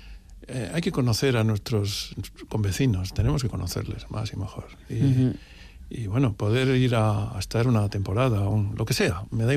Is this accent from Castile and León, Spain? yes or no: no; Bilbao, Basque Country, Spain; also born or lived in United States; Y de Estados Unidos ya no regresé a Bilbao. Y he vuelto a Bilbao 23 años después. Y yo soy de Bilbao por decisión, no por...